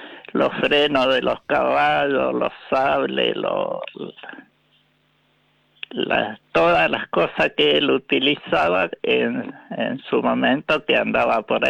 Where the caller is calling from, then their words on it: Mercedes, Corrientes, Argentina; Y yo soy de Mercedes Corrientes.